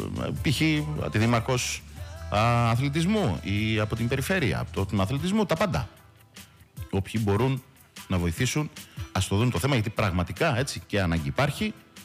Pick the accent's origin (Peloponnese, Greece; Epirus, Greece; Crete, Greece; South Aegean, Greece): South Aegean, Greece; Είμαι πολύ περήφανος για το νησί μου